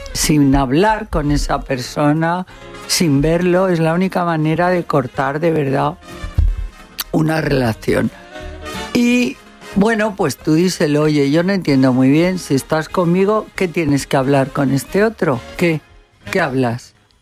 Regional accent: Spain; soy española a muerte

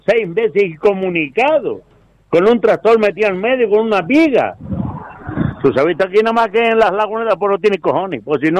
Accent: Vega de San Mateo, Canary Islands, Spain; yo no tengo ni nada a favor ni en contra, sino yo soy ciudadano de La Vega de San Mateo.

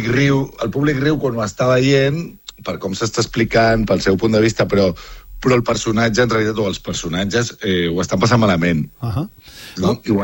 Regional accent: Barcelona, Catalonia, Spain; jo soc de Barcelona

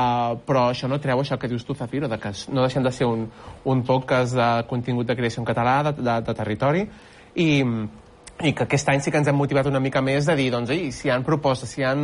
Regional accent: Catalonia, Spain; nosaltres som del Baix Penedès, eh? I de rural

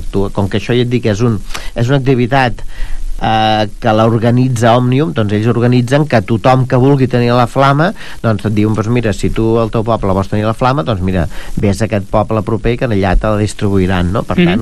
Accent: Pineda de Mar, Catalonia, Spain; que em vaig criar a Pineda en els primers anys, i jo recordo de jovenet anar a és una institució a Pineda, no?

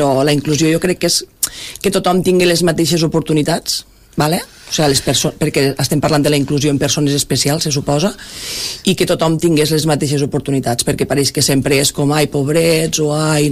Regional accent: Tivenys, Catalonia, Spain; jo sóc mitja Tivenys, també, sí. Perquè ma iaia era de Tivenys i jo he passat la meva infància a Tivenys.

